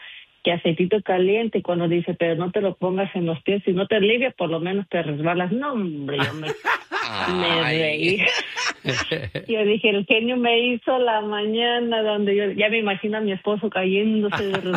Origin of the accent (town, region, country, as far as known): Guanajuato, Mexico; moved away as an adult; now in United States